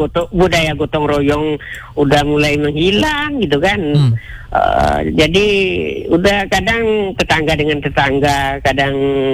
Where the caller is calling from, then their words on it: Riau, Indonesia; Kalau kami orang Melayu